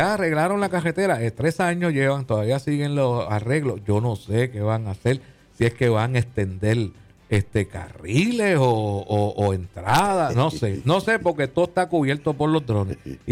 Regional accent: Puerto Rico; Pero bueno, usted sabe cómo somos aquí los boricuas.

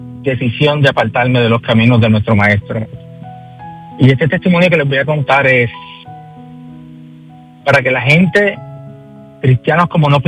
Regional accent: Guaynabo, Puerto Rico; born there; Nací en el pueblo de Guaynabo, en Puerto Rico. Hace poquito tiempo, fue en el abril 4 de 1974. Y pues nací en un hogar cristiano, nací en una casa cristiana

